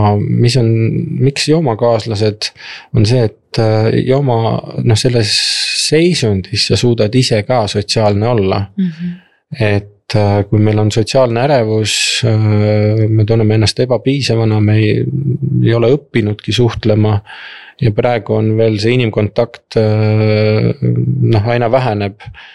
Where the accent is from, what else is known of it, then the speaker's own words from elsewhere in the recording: Tartu, Tartu County, Estonia; me oleme Tartust pärit